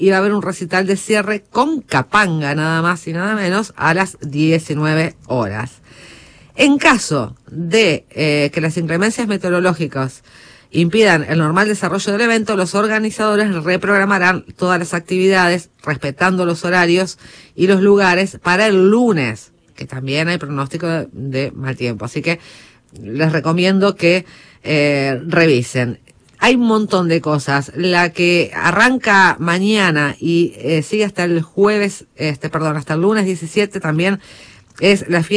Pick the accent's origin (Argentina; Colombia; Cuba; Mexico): Argentina; Santa Fe; Y lo digo porque soy de Santa Fe